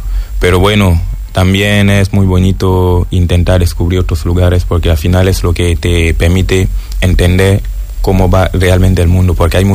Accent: Cameroon; Spanish is a second language; moved away as an adult; now in Huelva, Spain; nazco en Camerún en 2000 y estudio ahí hasta conseguir el grado, lo que en mi país se dice licenciatura, en filología hispánica.

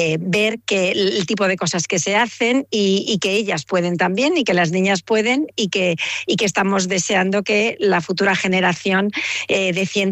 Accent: Ciudad Real, Castilla-La Mancha, Spain; born there; now in Madrid, Spain; represento a Castilla-La Mancha, Ciudad Real es mi ciudad donde yo nací

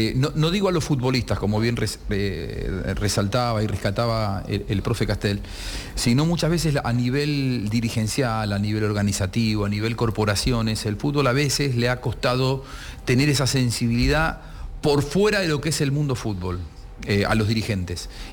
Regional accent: Argentina; yo no soy colombiano, más allá de que tengo corazón colombiano, vivo y viví siempre en la Argentina

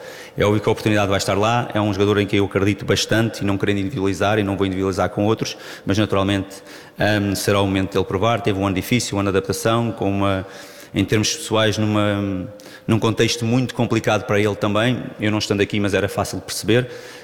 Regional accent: Portugal; Mas como português, como equipa técnica portuguesa, como treinador português, como vocês também esperam, fazia parte do nosso dia-a-dia sempre que era possível vermos jogos do Campeonato Português

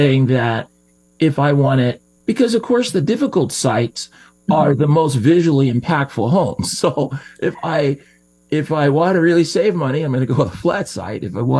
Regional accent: Seattle, Washington, United States; I grew up here in the Seattle area

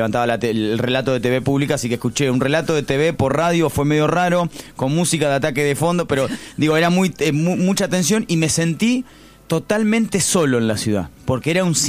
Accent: Argentina; nosotros las entendemos como argentinos por haber salido de esos potreros

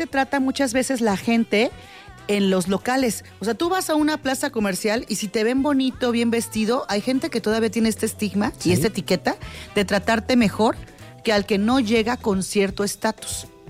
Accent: Mexico; somos mexicanos

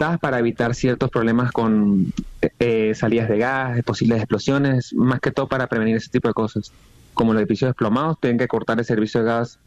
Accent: Socopó, Barinas, Venezuela; now in Caracas, Venezuela; yo soy de un pueblo que se llama Socopón. Yo no soy de Caracas, yo vine acá a poder ejercer mi carrera.

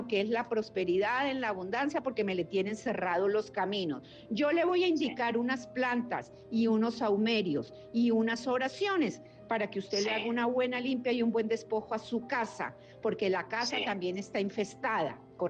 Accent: Mexico; yo soy mexicana

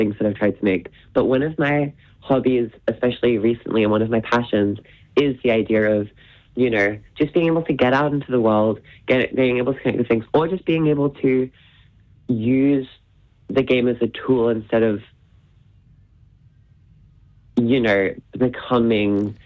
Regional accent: Brisbane, Queensland, Australia; I'm from Brisbane.

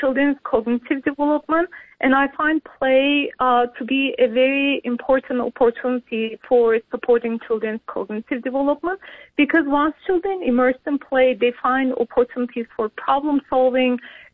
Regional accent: Istanbul, Turkey; now in Canada; I'm originally from Istanbul. I immigrated to Canada.

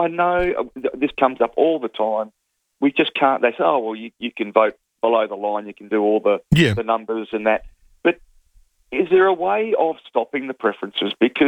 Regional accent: Australia; in my eyes, Australians, we're all Australian, whether you're whatever colour, race, whatever.

